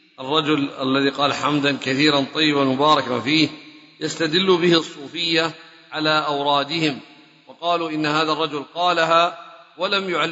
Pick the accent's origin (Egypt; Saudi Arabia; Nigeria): Nigeria; قضية السلام من الصلاة مرتين أحدثت عندنا في بلدنا نيجيريا اختلافا شديدا في هذا الباب